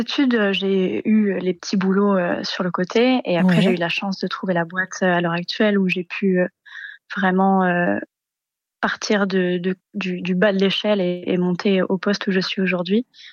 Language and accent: French; Réunion, France; moved away as an adult; now in Perth, Australia; Du coup, j'ai déménagé à Perth spécifiquement quand j'avais 18 ans.